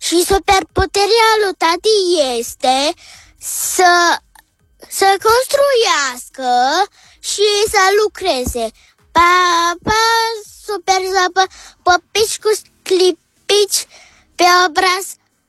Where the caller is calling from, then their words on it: Cluj-Napoca, Cluj County, Romania; din Cluj-Napoca, am 7 ani